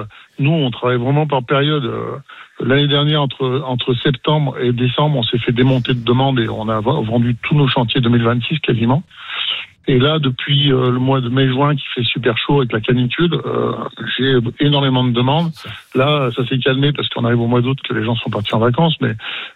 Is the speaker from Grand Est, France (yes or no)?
no; Auvergne-Rhône-Alpes, France; chez nous, en Isère